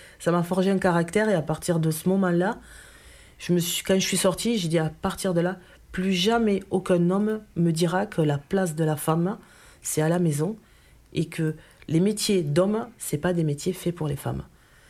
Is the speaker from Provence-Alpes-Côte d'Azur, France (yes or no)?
no; Occitanie, France; born there; Moi je suis née dans l'Ariège, tout petit village. Dans l'école, on était 12 enfants.